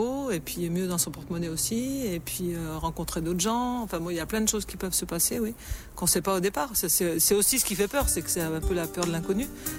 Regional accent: the Alps, France; par exemple dans mon pays, moi je viens des Alpes, on brûlait pour débarrasser l'herbe, on brûlait.

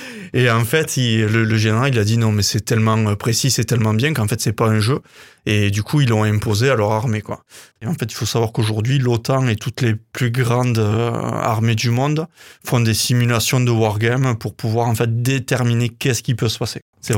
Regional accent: Occitanie, France; moved away; moi je viens en fait du Couserin, c'est pas loin

